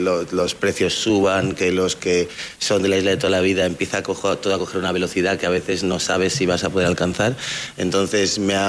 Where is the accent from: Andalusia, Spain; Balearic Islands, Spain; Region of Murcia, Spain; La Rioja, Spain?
Balearic Islands, Spain; born there; Yo nací en Mallorca, mi familia es de Guinea Ecuatorial.